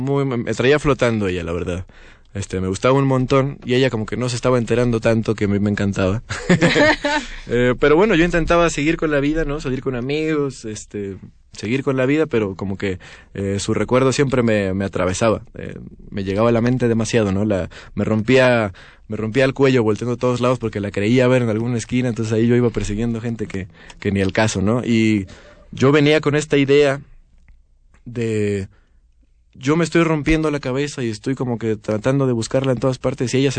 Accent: State of Mexico, Mexico; born there; now in Mexico City, Mexico; Yo nací en el Estado de México, pero desde siempre estaba enamorado de esta ciudad

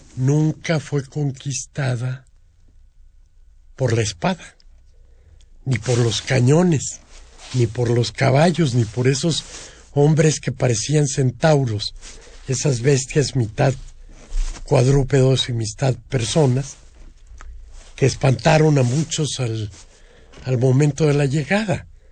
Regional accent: Saltillo, Coahuila, Mexico; born there; Yo nací en Saltillo, Coahuila, muy lejos de sentirme cercano a los mexicas.

